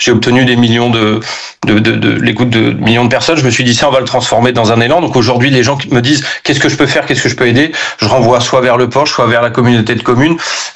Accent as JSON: {"language": "French", "town": "Le Temple", "region": "Nouvelle-Aquitaine", "country": "France", "said": "Moi, je suis du Temple, on bénéficie aussi des commerces du Porche."}